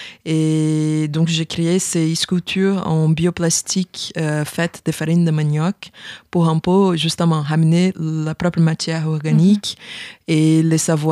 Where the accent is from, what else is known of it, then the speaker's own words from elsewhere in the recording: Rio de Janeiro, Brazil; French is a second language; ça s'appelle la France Antarctique, qui c'est un voyage d'exploration qui est arrivé à chez moi, à Rio de Janeiro.